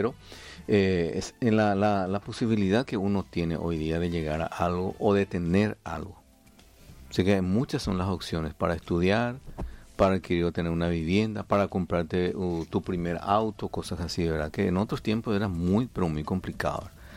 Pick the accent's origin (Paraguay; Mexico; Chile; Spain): Paraguay; Y así que somos los paraguayos.